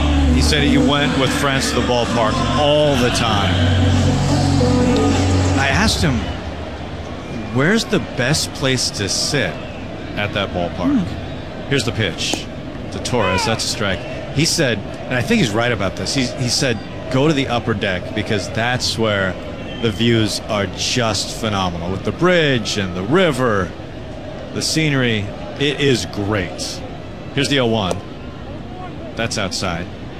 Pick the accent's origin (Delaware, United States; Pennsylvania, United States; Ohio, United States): Pennsylvania, United States; Philadelphia; born and raised? Yes, born and raised in Philly. A big Mike Schmidt guy.